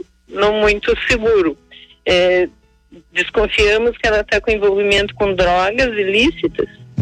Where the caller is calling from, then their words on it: Brazil; De algum lugar do Brasil.